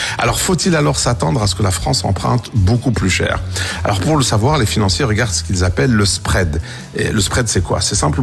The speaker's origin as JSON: {"language": "French", "country": "Belgium", "said": "Et chez nous, en Belgique donc, c'est pas un spectacle lointain ce qui se passe là-bas."}